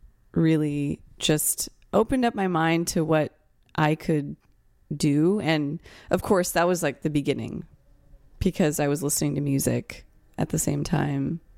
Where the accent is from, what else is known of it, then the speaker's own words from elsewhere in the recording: San Francisco, California, United States; I think the multicultural landscape I grew up in really influenced me. The fact that so many people from so many different backgrounds were here, and I'm hearing different languages